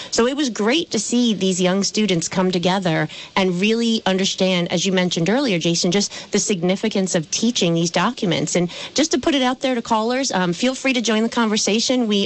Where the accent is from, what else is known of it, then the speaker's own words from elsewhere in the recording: Danville, Vermont, United States; in Danville, my hometown, over in Vermont.